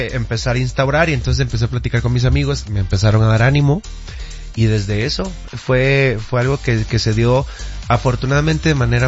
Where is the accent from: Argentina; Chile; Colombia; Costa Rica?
Costa Rica; moved away as an adult; now in Mexico City, Mexico; yo vine, soy de Costa Rica.